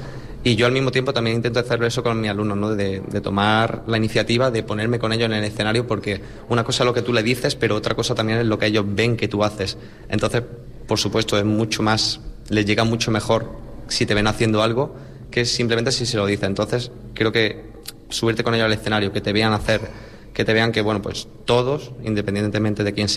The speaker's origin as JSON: {"language": "Spanish", "town": "Bailén", "region": "Andalusia", "country": "Spain", "tie": "born or raised there", "said": "es típico de mi pueblo, de Bailén. Yo soy de Bailén."}